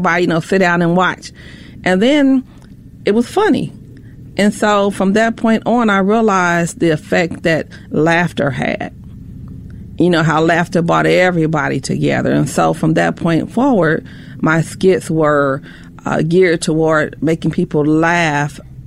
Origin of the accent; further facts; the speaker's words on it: Indianapolis, Indiana, United States; So Hallville is a very tight-knit community. I mean, like, tight-knit. We knew our neighbors.